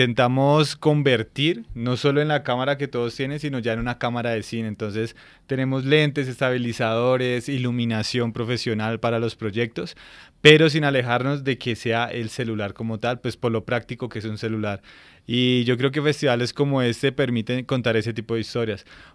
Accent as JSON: {"language": "Spanish", "country": "Colombia", "said": "qué podemos hacer como colombianos"}